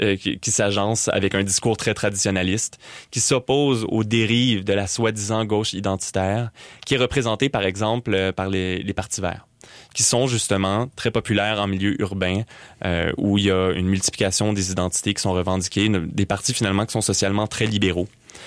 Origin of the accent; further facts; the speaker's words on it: Quebec, Canada; ça peut nous parler à nous en tant que Québécois